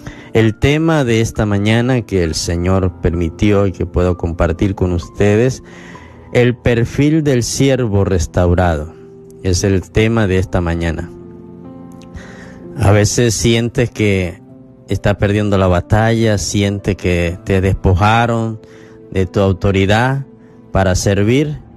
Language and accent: Spanish; Pregonero, Táchira, Venezuela; now in Barinas, Venezuela; Gracias por hacerme recordar mi terruño natal de Pregonero, Estado Táchira, y siempre amante del merengue campesino.